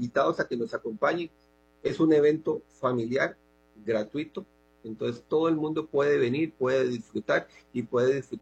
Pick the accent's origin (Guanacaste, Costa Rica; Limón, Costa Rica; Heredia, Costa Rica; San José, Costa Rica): San José, Costa Rica; moved away as an adult; now in La Fortuna, Costa Rica; yo no soy de La Fortuna, pues yo no soy de La Fortuna, yo soy de San José, yo llegué por trabajo